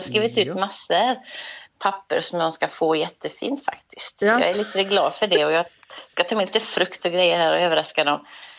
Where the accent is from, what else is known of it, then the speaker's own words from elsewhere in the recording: Lysekil, Västra Götaland County, Sweden; now in Gothenburg, Sweden; Jag är ju från Lysekil sin begynnelsen och har bott här i Göteborg i 40 år faktiskt.